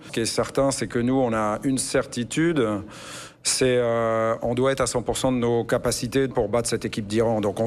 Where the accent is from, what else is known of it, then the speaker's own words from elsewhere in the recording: France; Moi je suis français